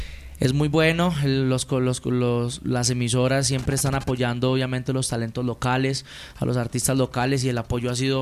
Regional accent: Valle del Guamués, Putumayo, Colombia; Yo soy del departamento del Putumayo. Vengo de un municipio que se llama Valle del Guamués. Es un municipio muy bonito, fronterizo con Ecuador. Entonces, vengo de este bello municipio. Es un municipio que me ha acogido demasiado.

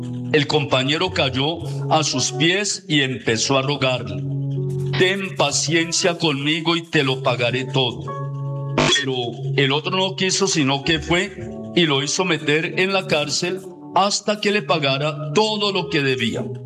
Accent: Colombia; Los colombianos necesitamos ser unidos.

